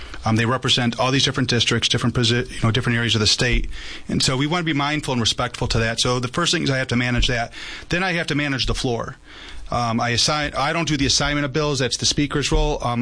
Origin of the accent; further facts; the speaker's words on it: Chicago, Illinois, United States; Well, I was born in Chicago, Park Ridge, to be the, at least the hospital. Anyways, but I lived most of my life in Chicago.